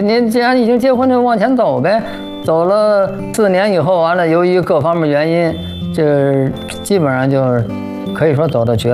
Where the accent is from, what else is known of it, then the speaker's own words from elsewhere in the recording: Beijing, China; 一说我是北京人，他就觉得能在北京也是一种，当时也很光荣